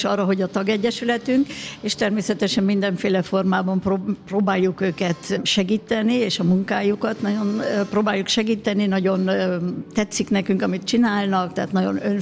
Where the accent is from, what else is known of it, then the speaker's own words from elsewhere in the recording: Oberwart, Burgenland, Austria; also born or lived in Sopron; now in Vienna, Austria; ugye én felsőőri vagyok tulajdonképpen, törekben Soproni, de Felsőőrben nőttem fel